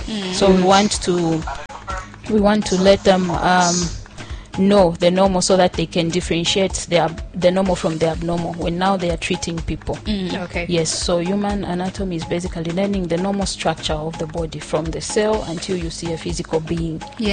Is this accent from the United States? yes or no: no; Ndola, Copperbelt, Zambia; born there; also born or lived in Kafue / Livingstone; now in Kabwe, Zambia; I was born right here in Kabwe, did my primary school in Ndola, then later on moved to Kafue, where I completed my secondary education.